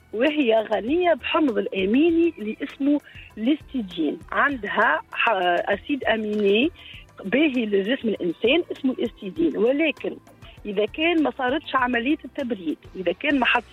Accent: Tunisia; عندنا في تونس

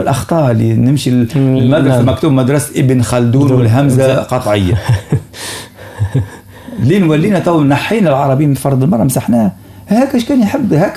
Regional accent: Tunisia; عندنا في تونس

